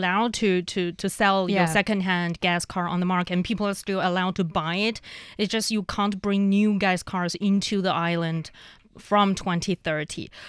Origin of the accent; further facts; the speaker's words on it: Chifeng, Inner Mongolia, China; Yeah, from my hometown, my home city, Chifeng, in the eastern side of Inner Mongolia